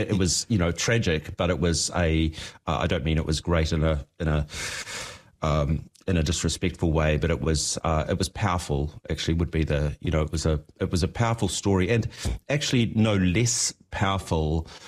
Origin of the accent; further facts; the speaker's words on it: Dunedin, Otago, New Zealand; Yeah, well, I'm from Dunedin